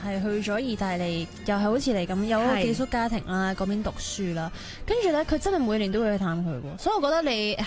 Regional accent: Hong Kong; born there; 因為我哋喺香港或者亞洲地方成長咧

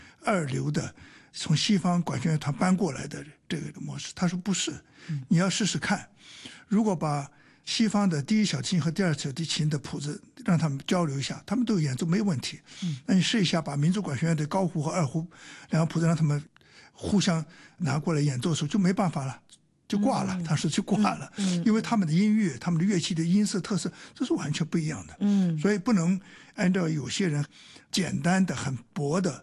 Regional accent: Hong Kong; 但我们香港人喜欢这么说交响化

